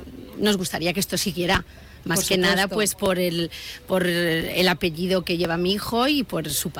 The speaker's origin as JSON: {"language": "Spanish", "town": "Cuerva", "region": "Castilla-La Mancha", "country": "Spain", "said": "Venimos de Cuerva, de un pueblecito que está al lado de Pulgar, estamos a 30 kilómetros, igual, y somos una empresa familiar."}